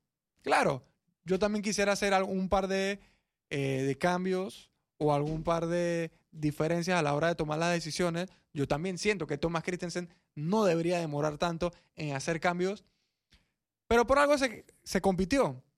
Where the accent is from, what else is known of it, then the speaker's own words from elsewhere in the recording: Panama; yo que soy panameño y he estudiado la historia de Panamá